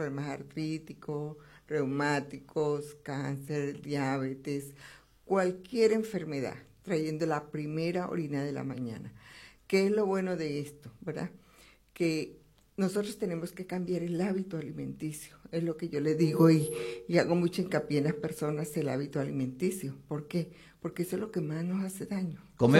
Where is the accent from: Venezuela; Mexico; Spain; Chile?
Venezuela; moved away; Disculpen que yo soy venezolana, pero todavía no me adapto